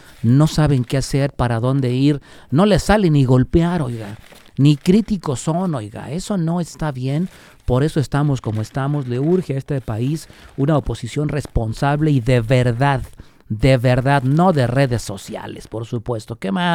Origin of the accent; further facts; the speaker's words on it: Guadalajara, Jalisco, Mexico; orgullosos tapatíos